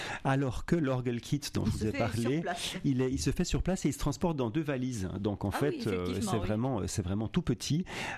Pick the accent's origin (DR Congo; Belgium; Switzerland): Switzerland; now in France